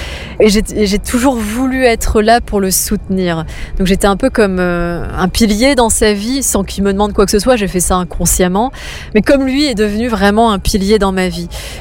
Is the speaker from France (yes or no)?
yes; Hauts-de-France, France; born there; Je suis née en Picardie. C'est très exotique.